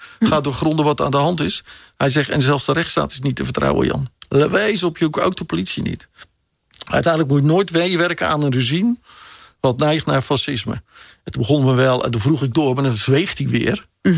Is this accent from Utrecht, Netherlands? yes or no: no; Vlaardingen, South Holland, Netherlands; Ik ben geboren en getogen in Vlaardingen.